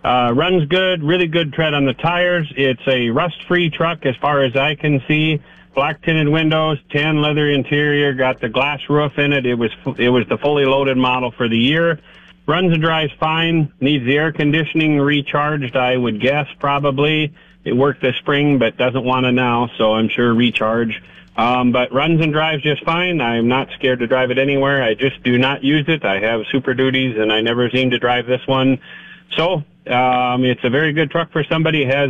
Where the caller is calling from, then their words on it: Viborg, South Dakota, United States; from Viberg, South Dakota.